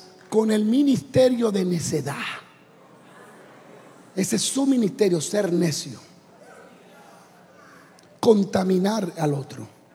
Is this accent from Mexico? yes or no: no; Dominican Republic; Yo soy dominicano.